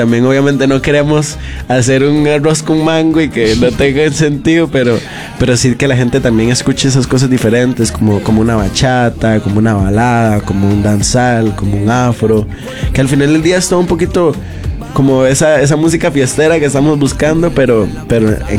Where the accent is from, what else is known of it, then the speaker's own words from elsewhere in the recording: Costa Rica; now in San José, Costa Rica; yo que vivo en San José y soy de la costa